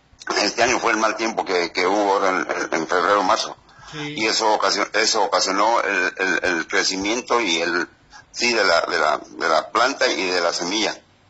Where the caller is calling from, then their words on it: Mexico; Defendamos a México como buenos mexicanos.